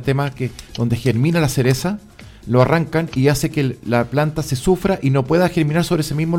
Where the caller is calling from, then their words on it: Chile; siendo chileno